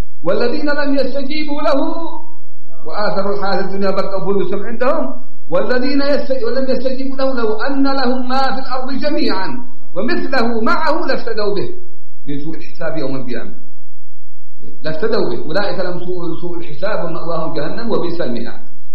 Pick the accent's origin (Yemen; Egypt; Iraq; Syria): Yemen; عندنا في اليمن